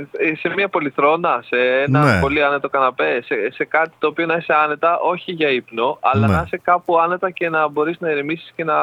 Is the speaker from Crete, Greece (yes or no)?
no; Larissa, Thessaly, Greece; now in Athens, Greece; Είμαι από τη Λάρισα.